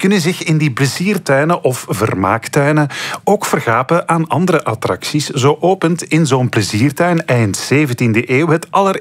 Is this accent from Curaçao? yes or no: no; Flanders, Belgium; Bij ons in Vlaanderen liggen de wortels van de pretparken eerder bij de jaarmarkten die hier in de middeleeuwen georganiseerd worden.